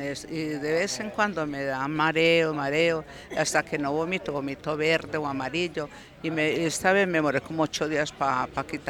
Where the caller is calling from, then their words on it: Copacabana, Antioquia, Colombia; vengo de Copacabana.